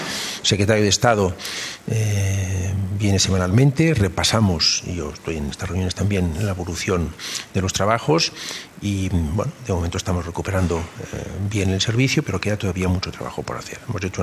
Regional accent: Catalonia, Spain; y los catalanes somos españoles. Catalán, y por tanto, Cataluña es un 20% de la economía y de la demografía española

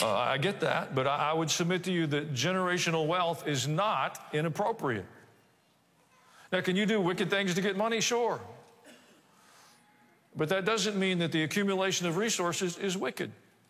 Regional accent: Kansas City, Missouri, United States; born there; I was born in Kansas City, Missouri.

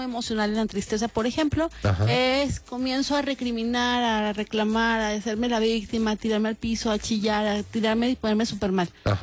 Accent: Jalisco, Mexico; en Jalisco sí es cierto, somos jarritos de Tlaquepaque o de Tonalá

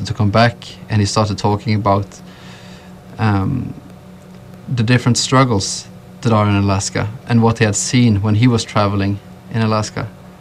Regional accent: Bergen, Vestland, Norway; I'm from Bergen, which is on the west coast of Norway. It's in between, like, a lot of mountains. It's a very old city, over 1,000 years old. And it's raining for 250 days a year. Days every year.

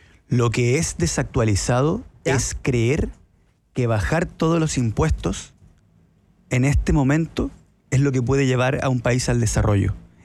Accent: Chile; born there; Cuando yo nací, en Chile la gente no tenía derecho a votar al presidente

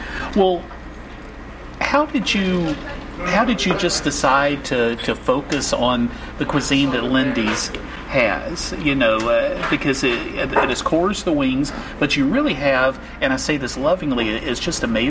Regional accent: Atlanta, Georgia, United States; moved away as an adult; also born or lived in Virginia; I grew up in Atlanta. I've lived in Virginia now for going on 40 years, so this is really home.

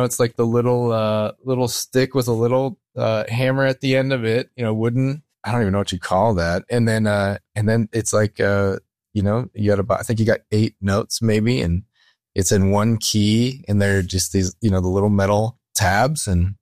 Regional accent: Ann Arbor, Michigan, United States; Well, I've spent the first 11 years in Ann Arbor, Michigan. So just down the street from the university.

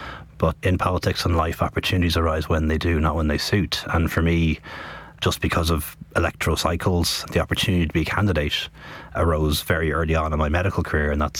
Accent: Dublin, Leinster, Ireland; I was the only brown kid with a funny name growing up in West Dublin at the time. It's a very different place now, I can tell you.

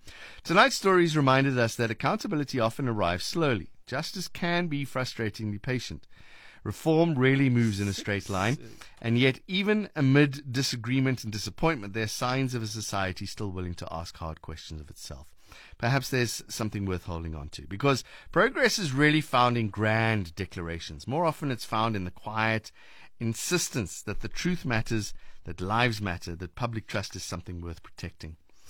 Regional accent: Cape Town, Western Cape, South Africa; from Cape Town.

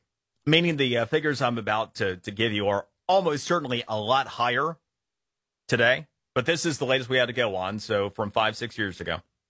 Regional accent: Florida, United States; than it is, say, in my home state of Florida?

